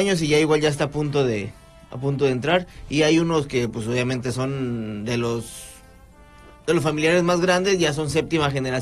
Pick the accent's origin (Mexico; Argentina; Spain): Mexico; Mexico City; De Ciudad de México.